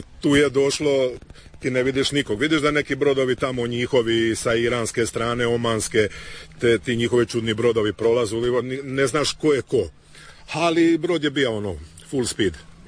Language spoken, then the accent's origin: Croatian; Croatia